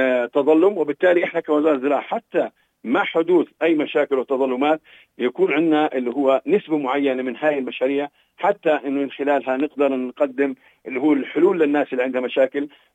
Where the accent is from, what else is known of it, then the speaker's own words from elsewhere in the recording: Palestine; احنا كفلسطينيين